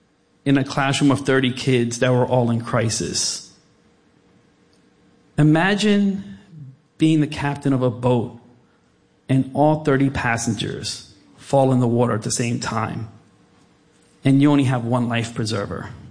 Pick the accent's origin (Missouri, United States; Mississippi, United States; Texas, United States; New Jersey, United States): New Jersey, United States; Plainfield; born there; I was born in 1974 in Plainfield, New Jersey. The fourth son of Afro-Latino immigrants from the Dominican Republic.